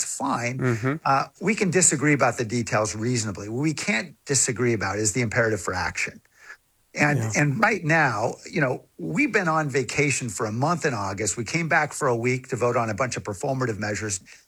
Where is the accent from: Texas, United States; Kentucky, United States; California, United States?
California, United States; I'm from Silicon Valley. I support AI development.